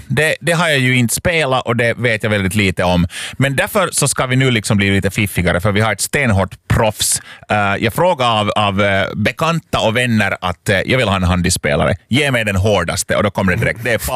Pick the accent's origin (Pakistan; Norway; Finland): Finland; Uusimaa; Jag är svenskspråkig och där slutar det ungefär. Nej, där som jag växte upp i Östra Nyland i en liten, på en liten by.